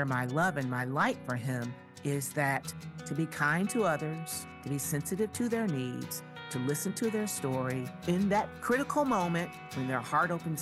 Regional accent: Jackson, Michigan, United States; Well, I'm in the bottom part of your palm. Okay. Yes, and I grew up there in Jackson.

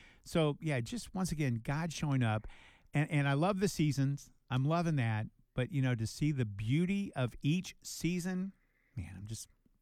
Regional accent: San Diego, California, United States; also born or lived in Texas; now in Minnesota, United States; I grew up in the South. First of all, think of growing up in Southern California, San Diego, where you either have evergreen trees or no trees. I mean, it's not a lot of trees in the area. It's a very desert area. Then I moved to Texas

